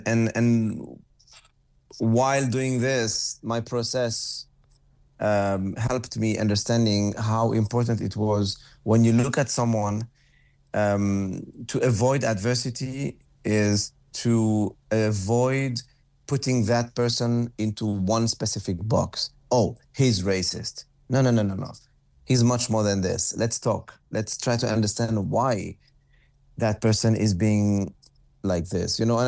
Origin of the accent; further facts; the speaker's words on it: Lebanon; now in Europe; me because I come from Lebanon and I live in Europe or anything like that.